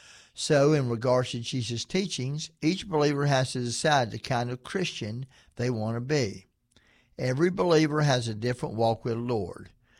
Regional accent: North Carolina, United States; I am from North Carolina, and we went through Hurricane Hugo. I'd been around pine trees all my life

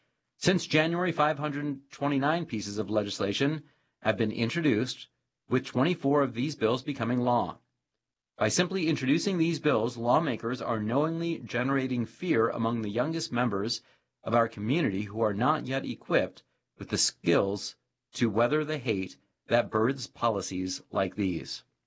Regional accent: North Carolina, United States; I never thought I'd see gay marriage legalized in North Carolina, my home state.

